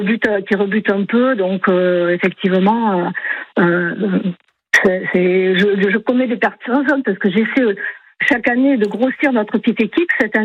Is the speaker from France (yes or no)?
yes; Bordeaux, Nouvelle-Aquitaine, France; Je suis de la Bastide, originaire de la Bastide.